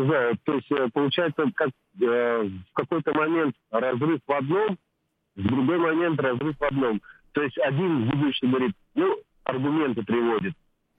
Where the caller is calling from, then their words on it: Kaliningrad, Kaliningrad Oblast, Russia; я из Калининграда.